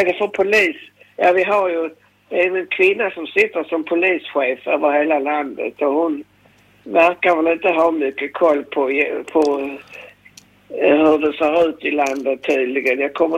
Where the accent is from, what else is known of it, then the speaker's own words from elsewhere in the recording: Skåne, Sweden; accent: Scanian; Nej, vi är svenskar. Men med skånsk dialekt.